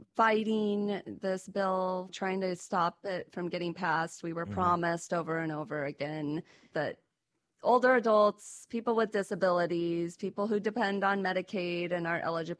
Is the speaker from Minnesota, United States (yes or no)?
no; Cheyenne, Wyoming, United States; moved away as an adult; also born or lived in St. Louis / Philippines; now in Washington, D.C., United States; I was born and raised in Cheyenne. It was a great place to grow up.